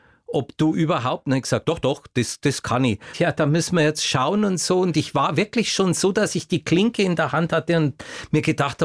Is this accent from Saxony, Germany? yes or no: no; Bavaria, Germany; accent: Swabian-Bavarian